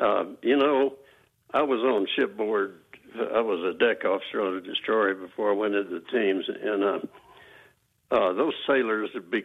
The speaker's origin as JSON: {"language": "English", "region": "Texas", "country": "United States", "tie": "born or raised there"}